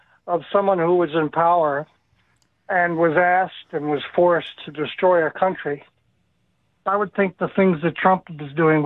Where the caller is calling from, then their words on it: Cummington, Massachusetts, United States; Yeah, I'm from Cummington.